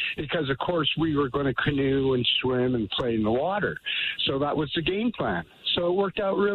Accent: Victoria, British Columbia, Canada; And, of course, I'm from Victoria, originally from the island.

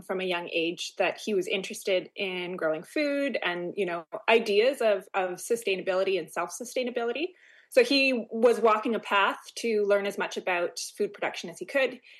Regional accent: Winnipeg, Manitoba, Canada; moved away as an adult; now in Clearwater, Canada; we're actually both originally from Winnipeg. We grew up in Wolseley and in the North End. So we didn't grow up as farmers

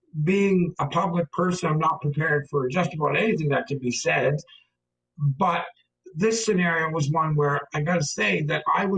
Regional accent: Cape Breton, Nova Scotia, Canada; as Cape Bretoners

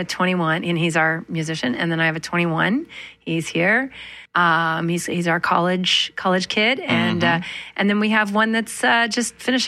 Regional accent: Manitoba, Canada; Growing up in Manitoba, I always tell this story.

